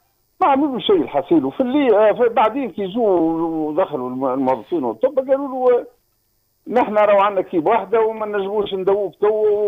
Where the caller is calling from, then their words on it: Oum El Araies, Gafsa Governorate, Tunisia; من ام العرايس.